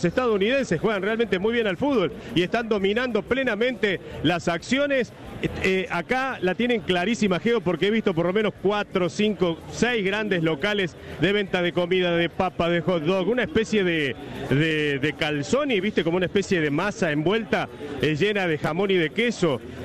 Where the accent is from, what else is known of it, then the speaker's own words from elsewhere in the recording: Argentina; Somos de Argentina.